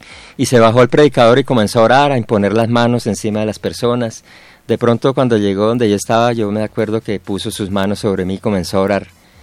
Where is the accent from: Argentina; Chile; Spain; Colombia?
Colombia; Llanos Orientales; also born or lived in Gachalá, Cundinamarca; Yo pues nací en Gachalá, Cundinamarca, pero me crié en los Llanos Orientales, entre Barranca de Upía, Meta y Villanueva, Casanares